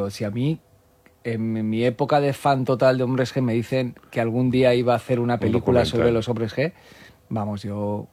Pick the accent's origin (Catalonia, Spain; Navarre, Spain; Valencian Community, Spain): Valencian Community, Spain; Alicante; yo soy de Alicante, los descubrí en Alicante y fui a algún concierto cuando ellos venían, pero para un chaval de provincias...